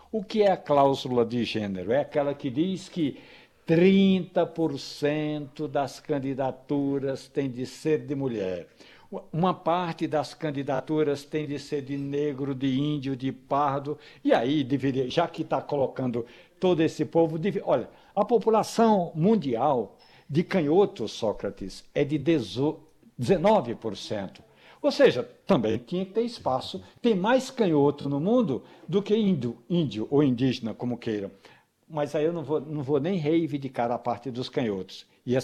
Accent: Carnaíba, Pernambuco, Brazil; o grande compositor pernambucano Zé Dantas, lá de Carnaíba, de onde eu venho.

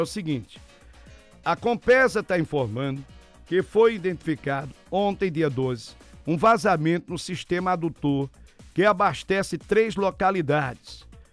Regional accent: Cachoeira Seca, Brazil; Sou aqui de Cachoeira Seca, moro aqui ao lado.

